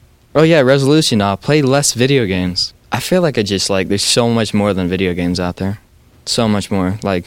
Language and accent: English; Natrona Heights, Pennsylvania, United States; I'm 16. I'm from Natrona Heights.